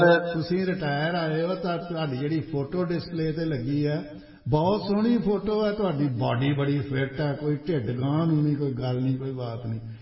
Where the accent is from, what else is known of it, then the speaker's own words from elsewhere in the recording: Batala, Punjab, India; ਫੇਰ ਤੇ ਤੁਸੀਂ ਸਾਡੇ ਇਲਾਕੇ ਦੇ ਹੀ ਹੋਗੇ ਬਟਾਲਾ ਗੁਰਦਾਸਪੁਰ